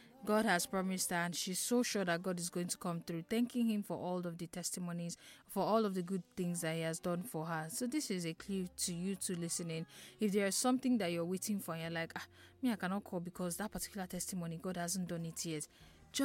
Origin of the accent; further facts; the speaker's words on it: Ngwo, Enugu State, Nigeria; from Enugu Ngwo.